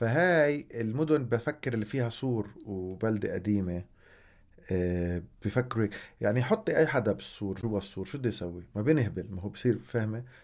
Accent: Jerusalem, Palestine; وإنه إحنا أولاد القدس، وبصير تتصرف accordingly، يعني إنه إحنا عيب أولاد القدس بيعملوا الشيك لازم كذا.

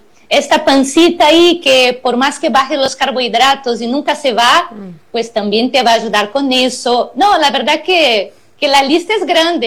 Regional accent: Brazil; also born or lived in Cancún, Mexico; now in Mérida, Mexico; la brasileña más yucateca que hay.

